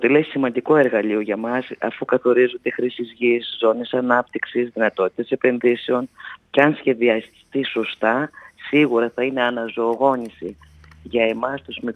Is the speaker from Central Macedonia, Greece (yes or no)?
yes; Vasilika, Central Macedonia, Greece; το δικό μου το ρητό όσον αφορά τον τόπο μου είναι βασιλικά τόπος να δεις, βασιλικά τόπος να ζεις.